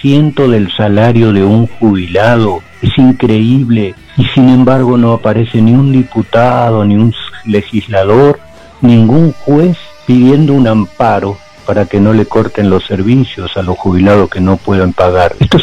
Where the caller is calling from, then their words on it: Quilmes, Buenos Aires Province, Argentina; de Quilmes.